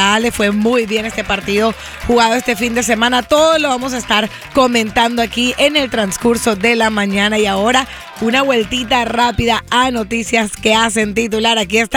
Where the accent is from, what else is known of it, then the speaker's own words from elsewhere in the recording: Colombia; Voy a ponerle los aplausos a mi tierra, Colombia.